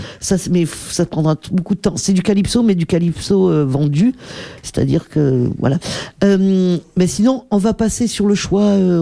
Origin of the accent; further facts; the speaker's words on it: France; je viens de la France